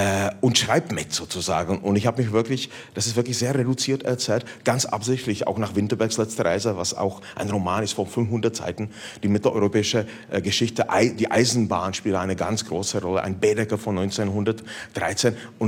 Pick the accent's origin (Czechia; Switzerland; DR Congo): Czechia; Northeast Bohemia; German is a second language; Also als Tscheche, ich komme eben aus Nordostböhmen, dann spreche ich natürlich ja nicht nur Tschechisch und Deutsch, aber auch einigermaßen sehr, sehr gut Polnisch.